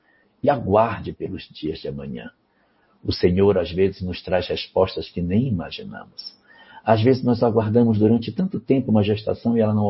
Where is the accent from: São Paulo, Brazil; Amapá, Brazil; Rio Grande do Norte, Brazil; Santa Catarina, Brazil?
Amapá, Brazil; born there; do Amapá, o estado onde eu nasci